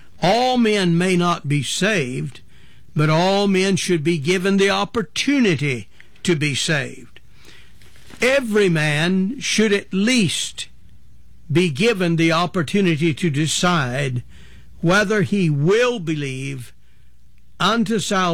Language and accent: English; North Carolina, United States; Now, I came from North Carolina in a part of the country where there was a denomination of people that referred to themselves as being holiness people.